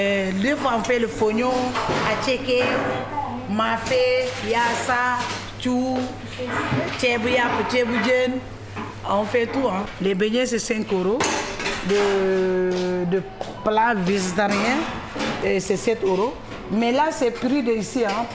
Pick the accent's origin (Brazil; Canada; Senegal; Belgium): Senegal; now in France; je viens du Sénégal.